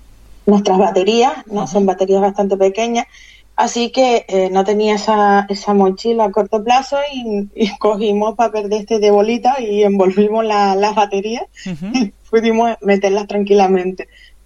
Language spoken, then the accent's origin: Spanish; Canary Islands, Spain; nosotros como somos canarios